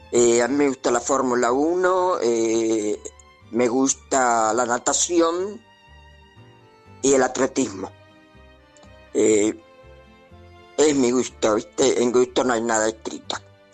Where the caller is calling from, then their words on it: Buenos Aires, Argentina; Bueno, no sé si dije que … de Balvanera, pero bueno.